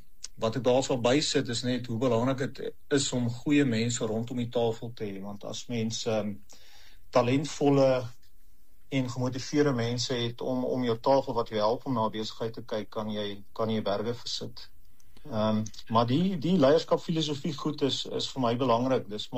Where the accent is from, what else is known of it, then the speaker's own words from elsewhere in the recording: Klerksdorp, North West, South Africa; born there; also born or lived in Kroonstad, Free State; ek is maar ook van die platteland af. Tienus, ek is in Klerksdorp vir 'n lang ruk gewees en toe in Kroonstad het ek my hoërskoolloopbaan voltooi.